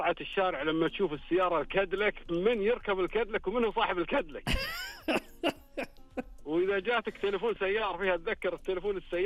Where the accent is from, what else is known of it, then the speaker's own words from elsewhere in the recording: Khobar, Eastern Province, Saudi Arabia; انا من اهل الشرقيه وعايش طول عمري في الخبر.